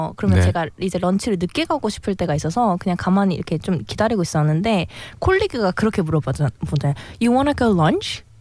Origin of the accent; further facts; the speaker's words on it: South Korea; 저희는 다 한국인이니까.